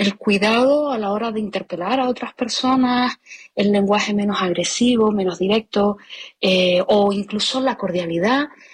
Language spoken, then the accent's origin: Spanish; Canary Islands, Spain; moved away as an adult; also born or lived in United States; now in Seville, Spain; Yo en mi caso, bueno, ahora mismo vivo en Sevilla, pero llevo 32 años viviendo fuera de las islas, entre Península y Estados Unidos.